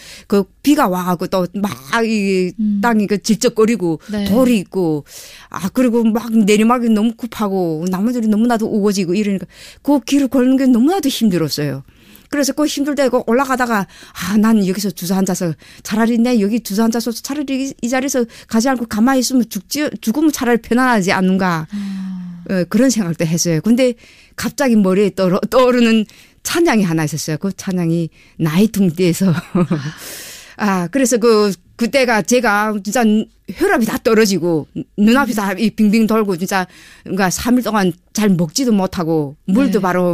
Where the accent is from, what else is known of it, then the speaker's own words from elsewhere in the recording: North Hamgyong, North Korea; moved away as an adult; also born or lived in China; now in South Korea; 북한에 저희 함북도가 고향이고